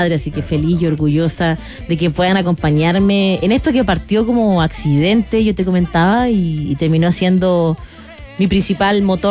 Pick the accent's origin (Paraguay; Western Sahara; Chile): Chile; Coquimbo; born or raised there